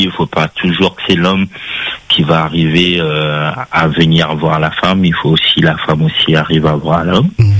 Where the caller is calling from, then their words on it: Saint-Denis, Réunion; J'habite sur Saint-Denis.